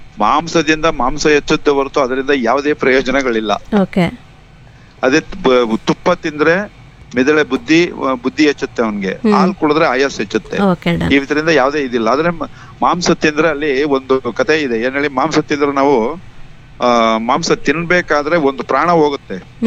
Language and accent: Kannada; Karnataka, India; born there; now in Mysore, India; ನಮ್ಮ ಹಳ್ಳಿಯಿಂದ ಅಲಗಾಪುರದಿಂದ ತಗೊಂಡೋಗಿ ಮೈಸೂರಿಗೆ ತಗೊಂಡೋಗಿ